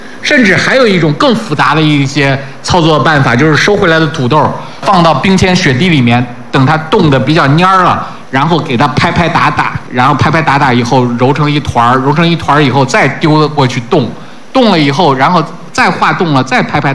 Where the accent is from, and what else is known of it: China